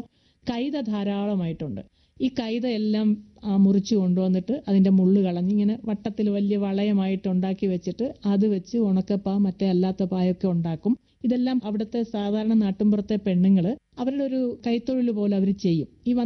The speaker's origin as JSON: {"language": "Malayalam", "town": "Pallana", "region": "Kerala", "country": "India", "tie": "born or raised there", "said": "ഞാൻ ജനിച്ചു വളർന്ന സ്ഥലം എന്ന് പറയുന്നത് ആലപ്പുഴ ജില്ലയില് കാർത്തിയപ്പള്ളി താലൂക്ക് തൃക്കുന്നപ്പുഴ പഞ്ചായത്തില് പല്ലന പാനൂർ."}